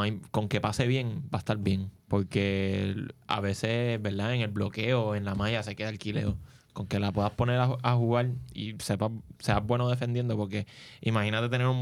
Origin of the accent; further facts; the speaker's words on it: Vega Alta, Puerto Rico; Vegalteño, yo soy costero.